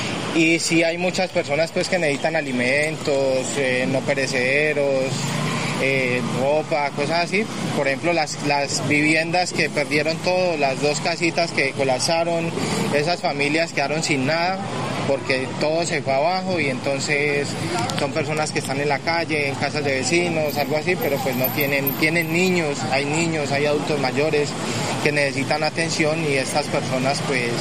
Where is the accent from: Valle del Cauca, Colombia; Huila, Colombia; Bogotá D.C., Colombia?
Valle del Cauca, Colombia; Cali; Buenos días … soy de la Comuna 12, el barrio Nueva Floresta